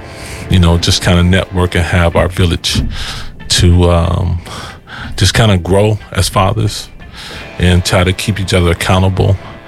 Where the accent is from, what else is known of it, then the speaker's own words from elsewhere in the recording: East Chicago, Indiana, United States; moved away as an adult; now in Minneapolis, United States; I'm originally from Indiana, East Chicago, Indiana.